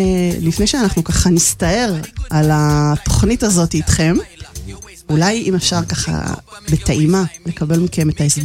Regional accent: Netanya, Central District, Israel; אני נתניהתית, ביגו אפ נתניה סיטי.

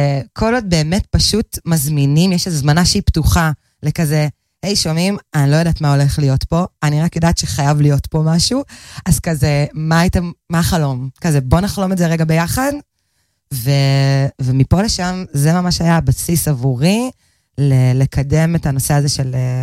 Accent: Tel Aviv, Tel Aviv District, Israel; אז אני, אגב, במקור מתל אביב

